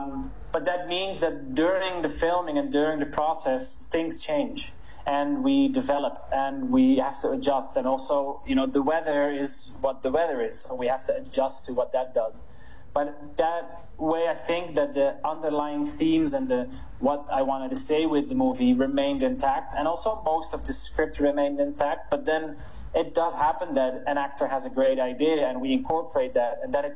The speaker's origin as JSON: {"language": "English", "country": "Netherlands", "moved": "yes", "said": "I'm from the Netherlands"}